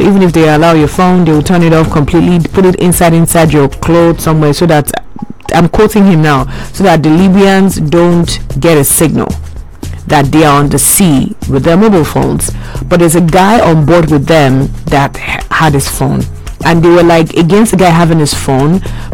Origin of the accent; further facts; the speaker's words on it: Nigeria; And as a Nigerian, you're already not orderly anyway.